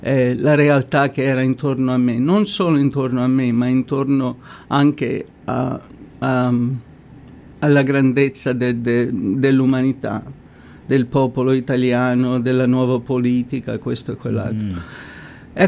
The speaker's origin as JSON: {"language": "Italian", "town": "Ceprano", "region": "Lazio", "country": "Italy", "tie": "born there", "said": "Allora, io sono nata a Ceprano e mio papà venne in Canada nel 1956, perché dopo la guerra la nostra zona nel Lazio è stata molto molto distrutta"}